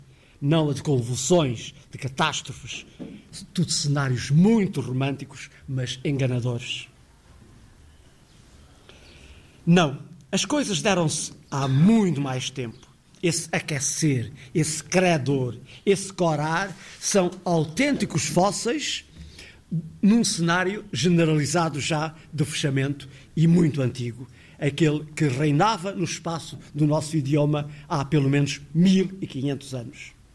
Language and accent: Portuguese; Portugal; accent: European Portuguese